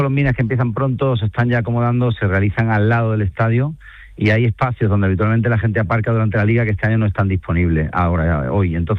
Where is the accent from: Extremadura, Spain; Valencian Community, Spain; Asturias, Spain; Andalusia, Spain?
Andalusia, Spain; Seville; Yo soy de Sevilla